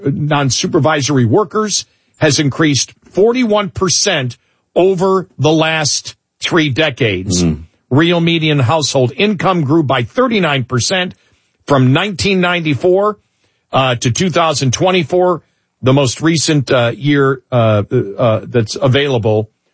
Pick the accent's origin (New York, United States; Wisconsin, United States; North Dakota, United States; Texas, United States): New York, United States; Buffalo; somebody who grew up in Buffalo, where the temperature probably now is 75 degrees